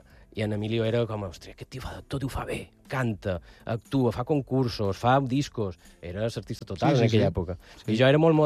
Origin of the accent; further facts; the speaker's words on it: Sant Carles de la Ràpita, Catalonia, Spain; Ah, sí, és a Ràpita. Som molt de la Ràpita.